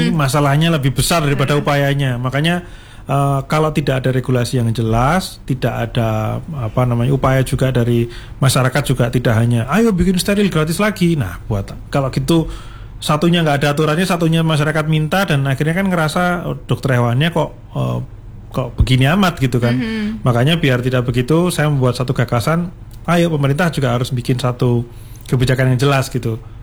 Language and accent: Indonesian; Malang, East Java, Indonesia; born there; saya lahir di Malang